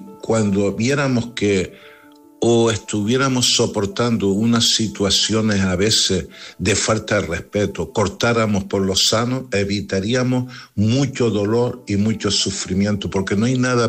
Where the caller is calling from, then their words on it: Canary Islands, Spain; de Gran Canaria.